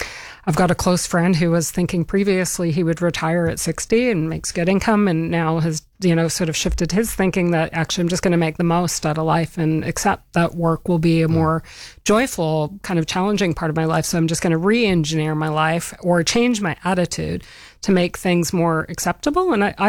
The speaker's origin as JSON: {"language": "English", "country": "Canada", "said": "I come from Canada"}